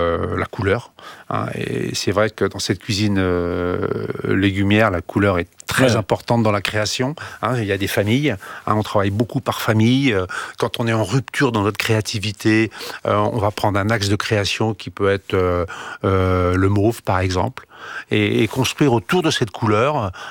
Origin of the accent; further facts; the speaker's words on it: Brittany, France; born there; La galette, ouais, je suis né en Bretagne, donc c'est vrai, j'ai une grande tendresse pour le sarrasin.